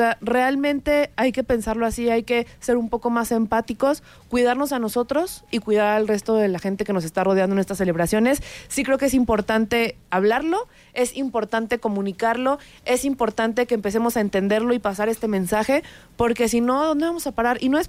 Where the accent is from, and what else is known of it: Mexico